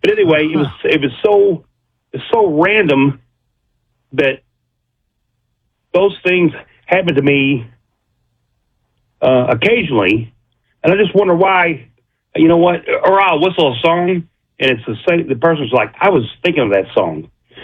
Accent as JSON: {"language": "English", "town": "Louisville", "region": "Kentucky", "country": "United States", "said": "I'm from Louisville, Kentucky"}